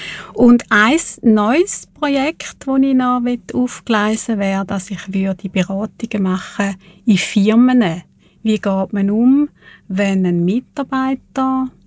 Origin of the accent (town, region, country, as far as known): Thurgau, Switzerland; accent: Thurgau dialect